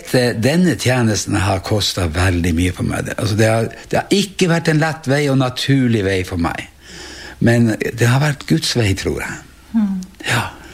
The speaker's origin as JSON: {"language": "Norwegian", "town": "Vestre Jakobselv", "region": "Finnmark", "country": "Norway", "said": "Jeg kommer ifra Finnmark, nærmeste byen er Vadsø, og bygda er Vestre Jakobselv."}